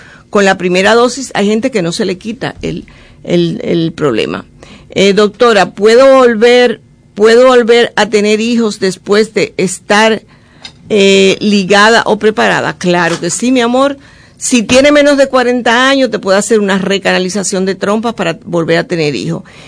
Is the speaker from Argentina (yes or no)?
no; Dominican Republic; moved away; also born or lived in Spain; esos somos los dominicanos, por eso somos dominicanos, por ser tan joviales